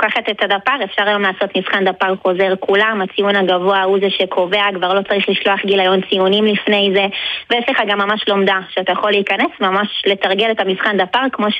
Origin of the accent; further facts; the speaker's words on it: Kfar Hananya, Northern District, Israel; אז אני במקור מהצפון, מישהו שנקרא כפר חנניה